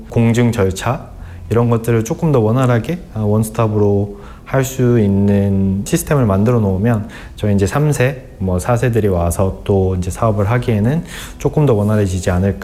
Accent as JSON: {"language": "Korean", "country": "South Korea", "lives_now": "Australia", "said": "저는 100% 한국인이긴 하지만 100% 호주인이라고 생각을 하거든요."}